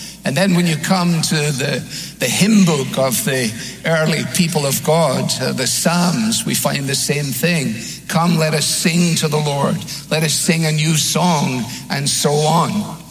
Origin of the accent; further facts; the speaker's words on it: Scotland, United Kingdom; as a Scotsman, I don't like to waste electricity or anything.